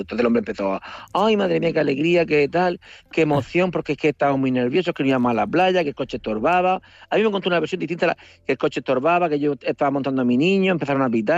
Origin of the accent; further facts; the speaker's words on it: Murcia, Region of Murcia, Spain; soy de Murcia y tal.